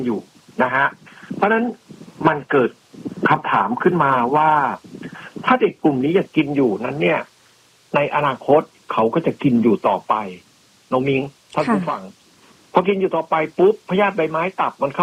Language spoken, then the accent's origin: Thai; Isan, Thailand; ผมเป็นคนอีสาน